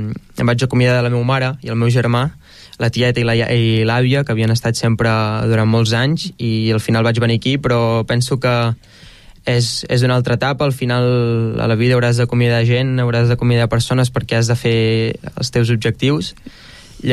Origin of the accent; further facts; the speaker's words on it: Anglès, Catalonia, Spain; also born or lived in Calella / Tordera; doncs van venir aquí a Tordera, però entre una cosa i una altra els pares es van separar, i doncs vaig anar cap a anglès. Això quan ja era petit tenia uns dos anyets o així.